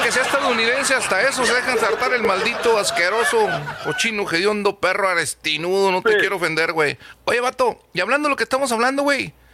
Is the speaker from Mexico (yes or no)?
yes; Chihuahua, Mexico; Porque yo soy de Chihuahua.